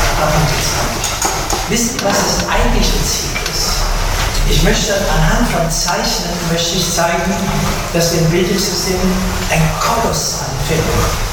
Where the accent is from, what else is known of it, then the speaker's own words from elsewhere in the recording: Halle, Saxony-Anhalt, Germany; Vielleicht wissen Sie es, meine Eltern waren Iraner. Ich bin hier groß geworden, übrigens von 0 bis 7 bin ich in Halle groß geworden. Ich bin in der ersten Klasse in Halle gewesen.